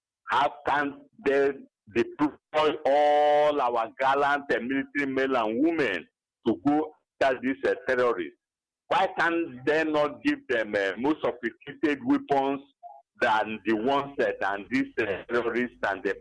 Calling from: Enugu, Enugu State, Nigeria; I'm calling from Abanik Enugu.

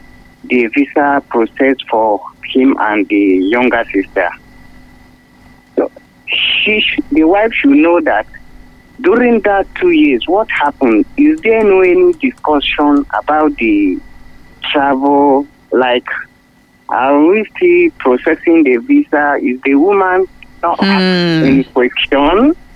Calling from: Ibadan, Oyo, Nigeria; calling from Apata.

